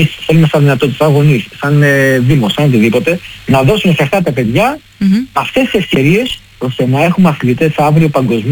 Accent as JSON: {"language": "Greek", "country": "Greece", "said": "πόσο τυχεροί είμαστε που είμαστε Έλληνες. Πόσο τυχεροί είμαστε που ζούμε στην Ελλάδα."}